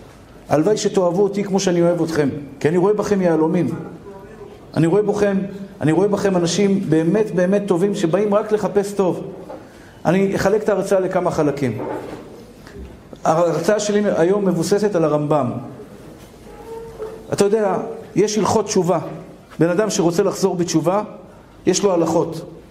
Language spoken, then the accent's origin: Hebrew; Tel Aviv, Tel Aviv District, Israel; עכשיו, אני גדלתי בשכונת התקווה.